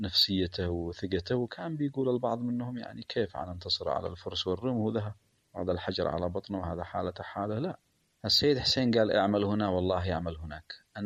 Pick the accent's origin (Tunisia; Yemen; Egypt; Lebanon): Yemen; نحن كشعب يمني لا نيأس أبدا